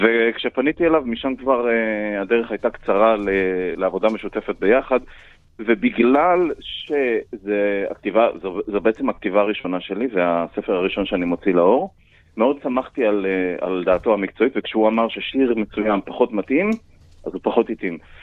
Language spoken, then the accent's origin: Hebrew; Central District, Israel; אני לא גדלתי בקיבוץ על גבול קרוב לעזה, לא, אני גדלתי במרכז הארץ.